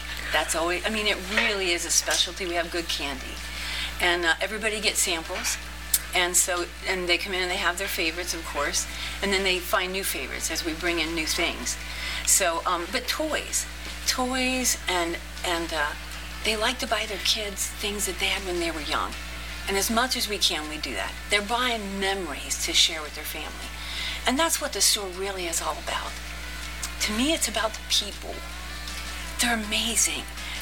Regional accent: Harrisville, West Virginia, United States; I was born and raised right here in Harrisville, West Virginia. Spent my whole life here till I got married and moved out partway from here, about 25 minutes.

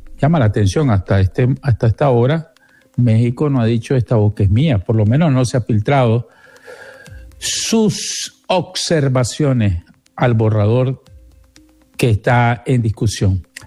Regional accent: Nicaragua; a nosotros como nicaragüenses

